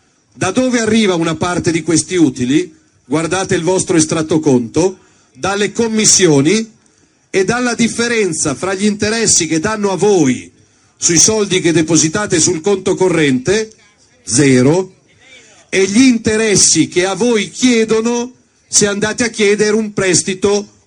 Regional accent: Lombardy, Italy; chi c'è dalla mia Lombardia?

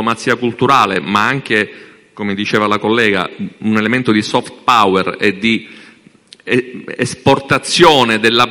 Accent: Palermo, Sicily, Italy; io sono palermitano e quindi mi scuso qui a Catania della mia identità

